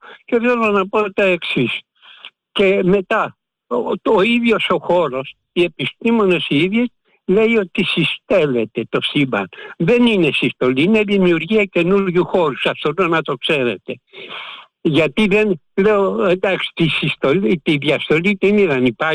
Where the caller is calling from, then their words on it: Kallithea, Attica, Greece; είμαι από Καλυθέα